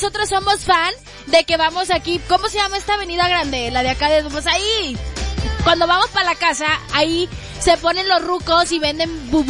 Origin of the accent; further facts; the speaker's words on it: Mexico; para nosotros los mexicanos